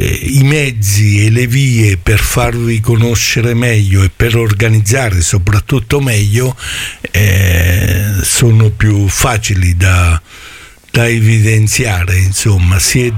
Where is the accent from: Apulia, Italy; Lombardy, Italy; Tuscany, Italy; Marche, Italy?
Marche, Italy; Montappone; anch'io sono originario del Fermano, forse non del borgo più bello, anzi sicuro no, perché stiamo in Santa Vittoria, ma sono di Mondappone, però un posto molto molto operativo, diciamo, operativo.